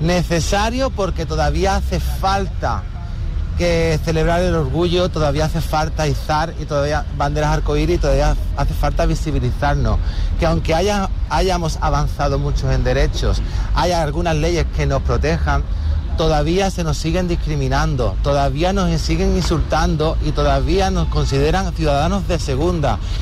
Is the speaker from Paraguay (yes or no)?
no; Arcos de la Frontera, Andalusia, Spain; aquí de Arco de la Frontera, que es mi pueblo